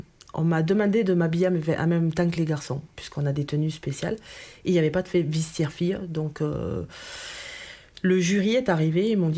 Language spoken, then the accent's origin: French; Occitanie, France; born there; Moi je suis née dans l'Ariège, tout petit village. Dans l'école, on était 12 enfants.